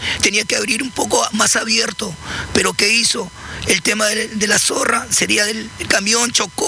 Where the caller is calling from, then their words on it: Lagomar, Canelones, Uruguay; vivo en Lagomar, al lado de la estación de servicio.